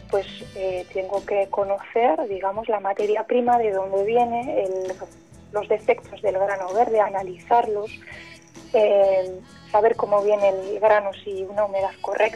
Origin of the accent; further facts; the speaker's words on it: Vitoria-Gasteiz, Basque Country, Spain; moved away as an adult; also born or lived in Vancouver, Canada; Y posteriormente decidí volver a mis raíces, ¿no? A Vitoria, donde actualmente soy copropietaria en Dry Coffee Roaster